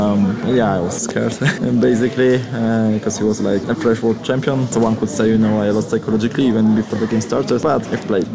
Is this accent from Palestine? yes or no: no; Poland; I'm Grand Ambassador from Poland.